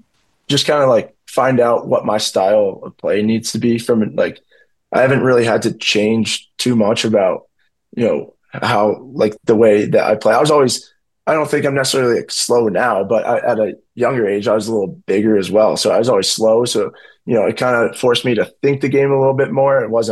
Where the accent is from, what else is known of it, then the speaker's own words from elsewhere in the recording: Chicago, Illinois, United States; Every Sunday, I'm from Chicago. I'm a diehard Bears fan.